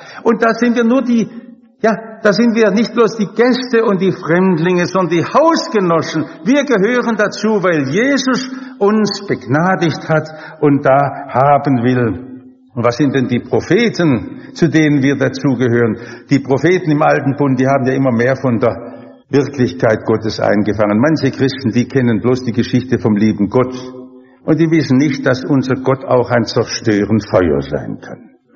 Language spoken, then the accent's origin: German; Stuttgart, Baden-Württemberg, Germany; Ich komme aus Häslach. In meiner Umgebung sind 80% Ausländer in Gesamthäslach insgesamt, da gibt es auch noch Villenteile, 60% Ausländer.